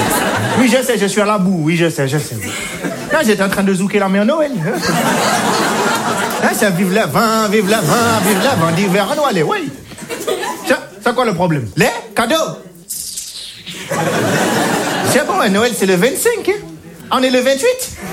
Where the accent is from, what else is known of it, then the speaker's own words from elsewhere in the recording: Clermont-Ferrand, Auvergne-Rhône-Alpes, France; Oui, puis je comprends pas d'où me vient cet accent, là. Je suis de Clermont-Ferrand, moi, là-bas, il y a pas de...